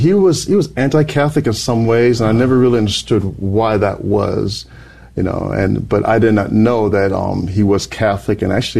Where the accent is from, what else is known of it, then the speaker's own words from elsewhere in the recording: England, United Kingdom; born there; parents migrated to England for education. They're both from Jamaica, and it was there that they met. And I was born there in England, and it was at that point I became part of the Anglican Church in England.